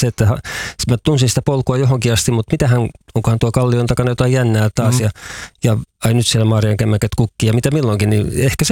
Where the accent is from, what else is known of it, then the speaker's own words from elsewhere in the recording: Vantaa, Uusimaa, Finland; now in Kainuu, Finland; Mä oon siis Vantaalta kotoisin, vaikka joo, asun nykyään Kainuussa.